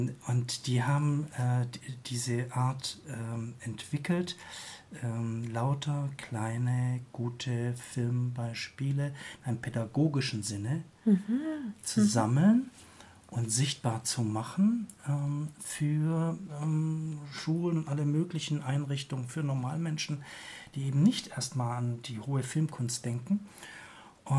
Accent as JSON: {"language": "German", "region": "Baden-Württemberg", "country": "Germany", "said": "Ich komme selber aus der Nähe von Heidelberg."}